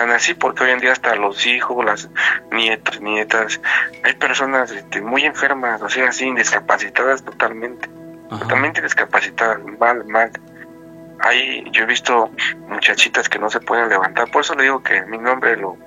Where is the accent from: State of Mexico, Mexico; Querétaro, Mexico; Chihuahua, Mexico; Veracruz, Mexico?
Veracruz, Mexico; Mira, yo soy de un pueblo desde el estado de Veracruz, uh-huh, donde siempre, pues yo desde muy pequeño he visto muchas cosas muy, muy raras ahí